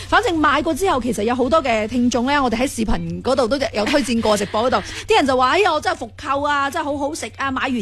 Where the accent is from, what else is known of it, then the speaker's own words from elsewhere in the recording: Guangdong, China; 佢唔系净系做我哋广东人嘅生意